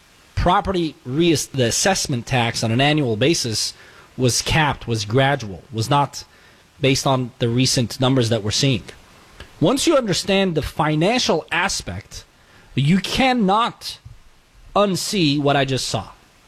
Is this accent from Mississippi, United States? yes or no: no; California, United States; I believe, as a Californian, the we hit that ship.